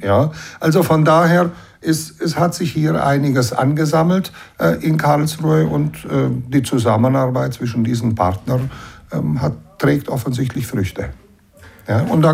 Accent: Banat, Romania; first language German; moved away as an adult; now in Germany; Ich bin Deutscher, ja, in Rumänien. Ich komme aus dem Banat, das ist im westlichen Rumänien. Das war früher halt Teil der K&K-Monarchie gewesen und war eben mit Deutschen besiedelt gewesen.

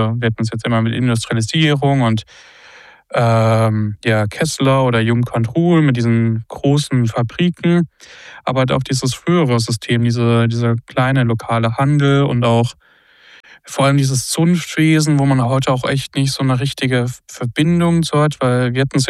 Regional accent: Southern Germany, Germany; als Süddeutscher

